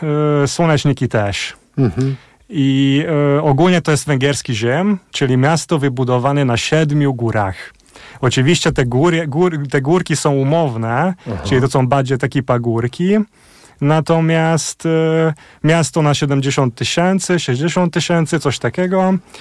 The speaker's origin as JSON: {"language": "Polish", "town": "Kaposvár", "region": "Somogy", "country": "Hungary", "tie": "born or raised there", "moved": "as an adult", "said": "dorastałem się w rodzinie węgiersko-polskim i to powodowało, że dzieciństwo spędziłem na Węgrzech w Kapuszwar, tam żyłem aż do matury."}